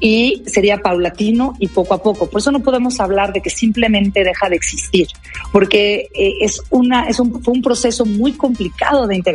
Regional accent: Mexico

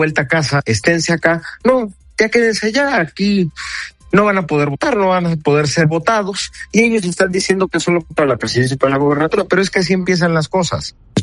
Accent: Veracruz, Mexico; Nosotros somos una comunidad como la Jarocha, que se armó de la suma de la multiculturalidad de todo el mundo.

